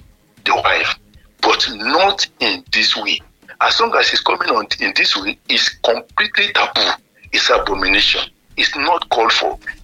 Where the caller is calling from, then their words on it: Nigeria; from Olugbe area.